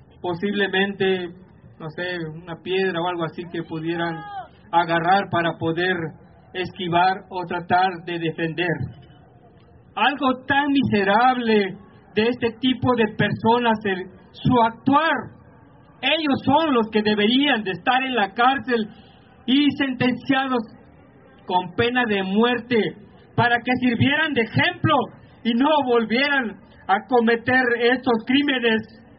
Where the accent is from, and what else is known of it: Mexico